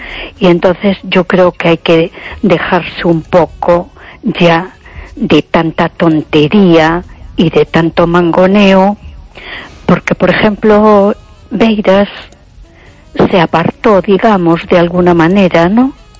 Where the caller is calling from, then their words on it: A Coruña, Galicia, Spain; de Coruña.